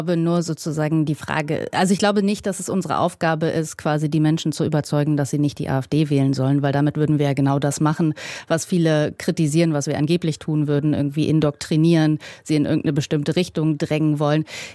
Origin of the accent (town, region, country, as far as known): East Germany, Germany; born there